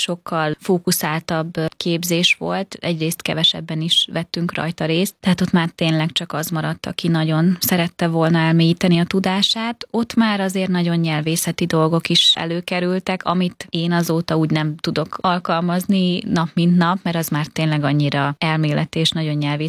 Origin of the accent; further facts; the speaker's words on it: Hungary; alapvetően magyar vagyok, magyarok vagyunk, mivel itt élünk.